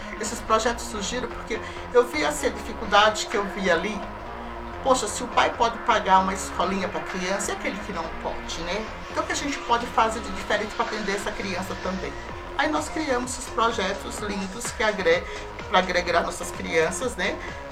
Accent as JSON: {"language": "Portuguese", "region": "Maranhão", "country": "Brazil", "tie": "born there", "moved": "yes", "lives_now": "São Paulo, Brazil", "said": "Eu nasci no Maranhão, né? Como todos já estão. Muita gente já sabe, né, que eu nasci no Maranhão, numa região quilombola. Aprendi desde cedo a resistência e o que é coletividade, o que é lutar pelo povo que se tem. Vim para São Paulo"}